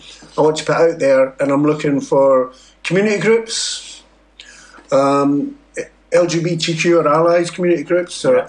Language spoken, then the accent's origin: English; Scotland, United Kingdom; if you can get, being Scottish, if you can get somebody else to pay for it, why not?